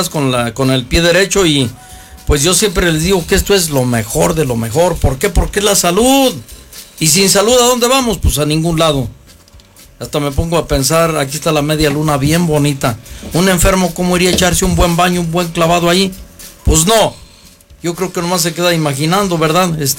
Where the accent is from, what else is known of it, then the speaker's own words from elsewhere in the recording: Mexico; lo digo como todo mexicano